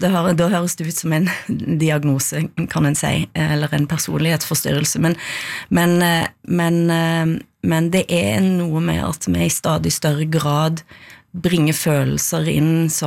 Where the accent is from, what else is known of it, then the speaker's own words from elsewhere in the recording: Western Norway, Norway; Jeg våkna i nydelig Oslo i dag. Jeg må si det selv om jeg er fra Vestlandet.